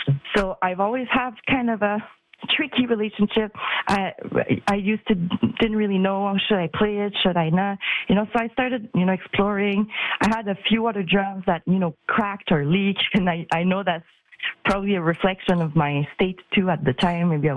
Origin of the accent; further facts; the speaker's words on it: Gatineau, Quebec, Canada; because I used to live, I grew up in Gatineau. When I was really, really young, my dad had to move to near Ottawa for work.